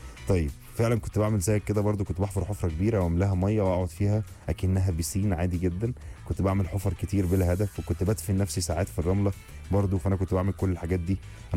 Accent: Egypt; بحس ان احنا في جيناتنا كمصريين

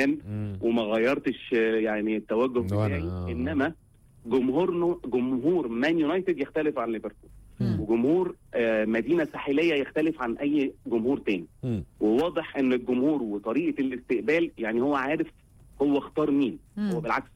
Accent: Egypt; احنا كشعب مصري

